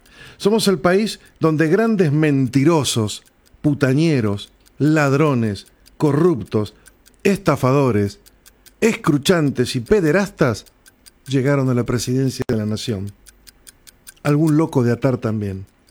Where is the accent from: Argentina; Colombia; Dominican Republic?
Argentina; Somos eso, somos Argentina